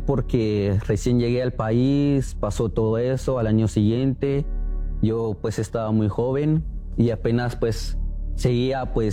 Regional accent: Guatemala; moved away as an adult; now in United States; Soy de Guatemala y actualmente pues tengo 21 años de edad.

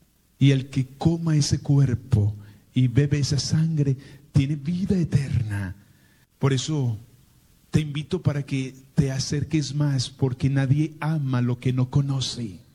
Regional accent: Colombia; moved away; yo sí soy el padre colombiano

